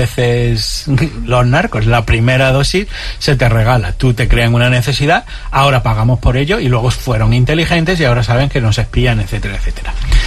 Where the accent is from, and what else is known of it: Extremadura, Spain